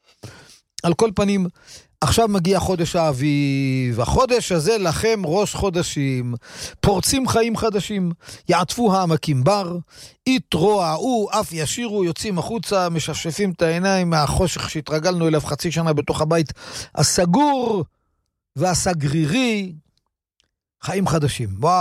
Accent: Kiryat Ata, Haifa District, Israel; כמו בכפר עטה שאני גרתי בתור ילד

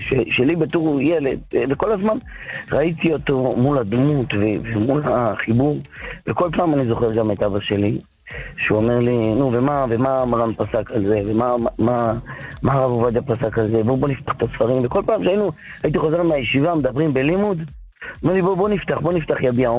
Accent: Jerusalem, Jerusalem District, Israel; אנחנו ירושלמים

